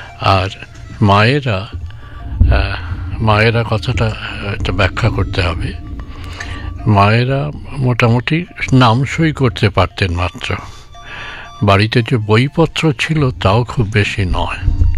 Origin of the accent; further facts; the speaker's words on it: East Bengal, Bangladesh; আমি তো পূর্ব বাংলার দূর প্রান্তের একটা গ্রামে জন্মেছি